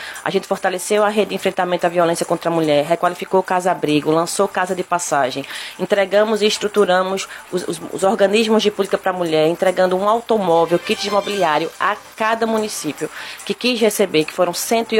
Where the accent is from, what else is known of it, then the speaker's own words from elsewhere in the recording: Caruaru, Pernambuco, Brazil; Tô em casa, na minha terra querida, nascida e criada em Caruaru, terrinha do meu coração.